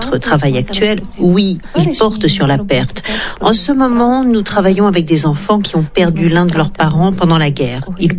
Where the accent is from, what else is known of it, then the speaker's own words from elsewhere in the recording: Lviv, Lviv Oblast, Ukraine; je viens de Lviv. Je suis art-thérapeute, traumathérapeute et psychologue de crise.